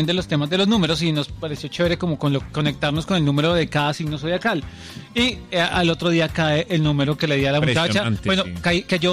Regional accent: Colombia; O sea, realmente somos los colombianos que adoptamos esa situación y realmente es un país de la suerte.

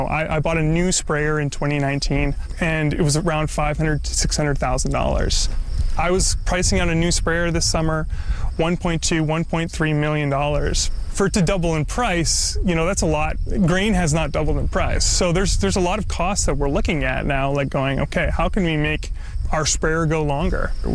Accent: Morden, Manitoba, Canada; I'm from Morden, Manitoba here. We're just north of Morden. I'm a farmer here in southern Manitoba.

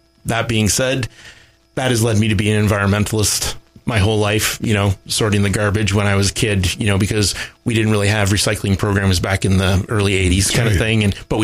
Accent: Bancroft, Ontario, Canada; also born or lived in Toronto; now in Cardiff, Canada; I was born and raised in Bancroft, Ontario. I was born at the Bancroft Hospital, and my parents had a cattle farm near Maynooth, which is north of town. I left small town

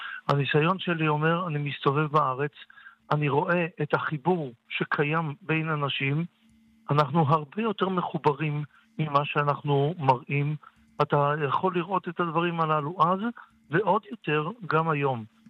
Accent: Tel Aviv, Tel Aviv District, Israel; מוצא יום כיפור כאב לי, אני יליד תל אביב, ולשמוע את שאי אפשר יהיה להתפלל תפילת נעילה בחיכר דיזינגוף, כאב לי מאוד

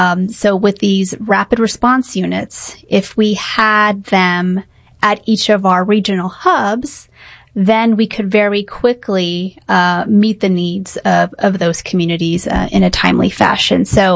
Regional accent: San Antonio, Texas, United States; Especially growing up in the Catholic community in San Antonio.

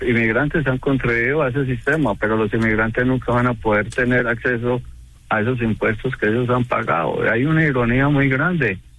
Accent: El Carmen de Viboral, Antioquia, Colombia; moved away as an adult; now in United States; Pero yo soy del Carmen de Oral, Antioquia. Soy teniente oficial retirado de la Armada de Colombia, con mucho orgullo y con mucho amor. Soy parte de las Fuerzas Militares de Colombia. por el conflicto de Colombia también decido irme. Llego a Estados Unidos

